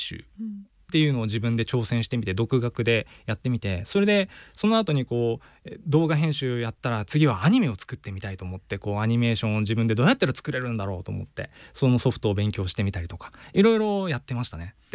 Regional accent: Hokkaido, Japan; born there; accent: Hokkaido dialect; moved away; 日本に戻ってきて、で北海道に、あの大半はもう北海道で過ごして、で青春時代はもう北海道で過ごしたので、もう8割方どさんこと言っても過言ではないという感じですかね。

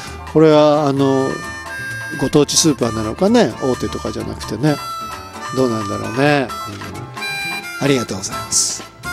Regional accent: Hino, Tokyo, Japan; 私の東京都日野市の地元の豊田ビールというのがあって

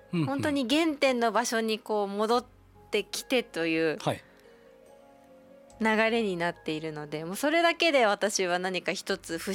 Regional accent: Makinohara, Shizuoka, Japan; 私の地元の静岡県牧之原市が台風の被害があって

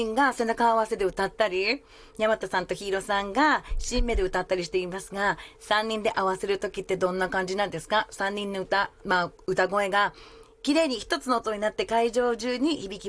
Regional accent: Philippines; Japanese is a second language; ちょっと私フィリピン人としてですね、この時にあの … の皆さんに、あのそのフィリピンの人たちをなんかあのこのパフォーマンスを見せてくれるのがすごく嬉しいです。

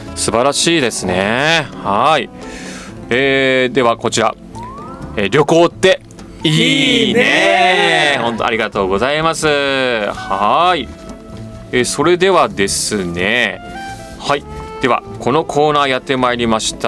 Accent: Miyagi, Japan; 夫のいてるくんと一緒にふるさとの宮城県に6日間帰っているところです

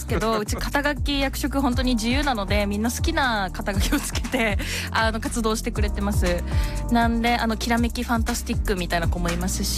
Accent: Yamanashi, Japan; 地元山梨で優等生で勉強して生徒会長もやったし、成績はオール5。

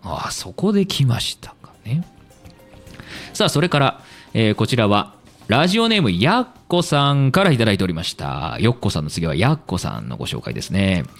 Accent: Kobe, Hyogo, Japan; accent: Kobe dialect (Kansai); moved away; 関西弁、私もね、まあ、兵庫県神戸市なんでね、関西弁とは言いつつも、まあ、ちょっとね、コテコテの大阪とは若干違うんでね

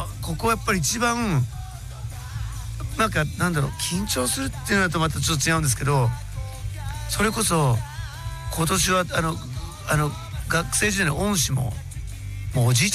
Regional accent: Kimitsu, Chiba, Japan; moved away; also born or lived in Kisarazu / Sodegaura / Futtsu; 僕の地元はこの上総4市だというふうに思ってます、はいはい、もうその世代世代でどこをメインにしたかってこの4所ずっとぐるぐる回ってたんですよ。はい、だからなんか、まあ、実家のある場所は君津ですね

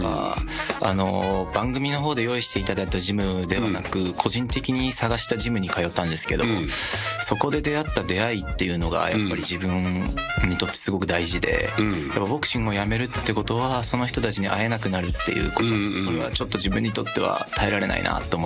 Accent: Hokkaido, Japan; 僕の故郷が北海道なので、

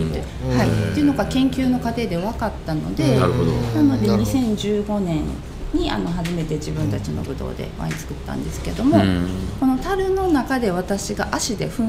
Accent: Kansai, Japan; なんか関西出身なんで、

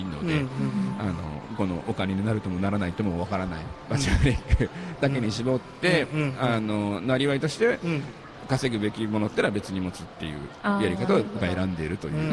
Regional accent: Sapporo, Hokkaido, Japan; moved away as an adult; also born or lived in Fukuoka; now in Kyoto, Japan; で、うん、福岡で2歳まで僕はいたのかな、うん、で札幌行って、うん、高卒で京都来て大学以降こっちっていうことです。もう結婚もここでして

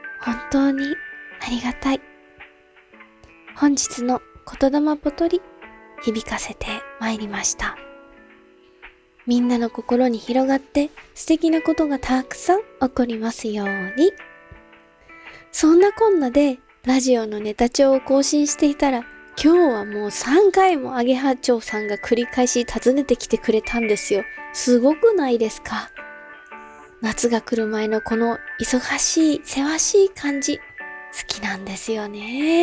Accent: Tokyo, Japan; born there; 東京生まれのくせに東京のど真ん中で撮影なんてやだ、かっこいい、芸能界っぽいなーって思ったのを思い出します。

